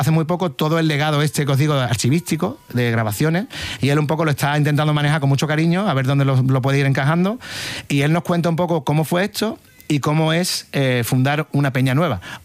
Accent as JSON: {"language": "Spanish", "town": "Jerez de la Frontera", "region": "Andalusia", "country": "Spain", "said": "Y dice, ¿tú de dónde eres, niño? Y digo, yo soy de Jerez."}